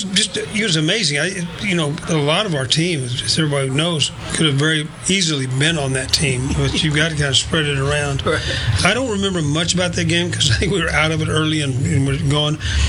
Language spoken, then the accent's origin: English; Texas, United States; coming from Texas, growing up in the Texas Panhandle, and going to a small school in Oklahoma